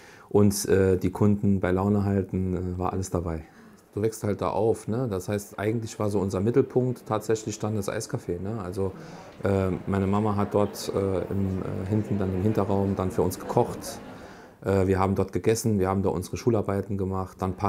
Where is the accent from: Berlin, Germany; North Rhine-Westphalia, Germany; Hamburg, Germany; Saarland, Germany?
Saarland, Germany; Saarbrücken; Wir sind Saarbrücker, ich bin Saarbrücker. Ich gehe am Leonerring spaziere, ja, und schwenke gern.